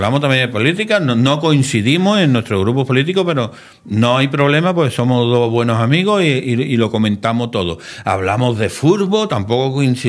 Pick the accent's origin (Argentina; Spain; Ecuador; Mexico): Spain; Andalusia; Pues Sergio tenía allí en Sabana Frase, en mi pueblo. Siempre hemos dicho que es la villa Sabana Frase, separada de Sevilla, la ciudad, por un puente que cruza el río Guadalquivir.